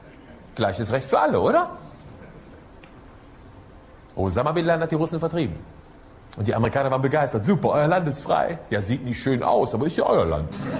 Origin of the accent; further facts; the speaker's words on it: Germany; Ich habe schon Probleme genug, damit Deutscher zu sein